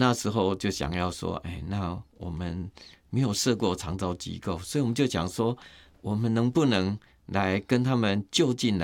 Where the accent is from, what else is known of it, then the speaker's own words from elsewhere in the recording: Puzi, Chiayi County, Taiwan; 在嘉义县埔子镇。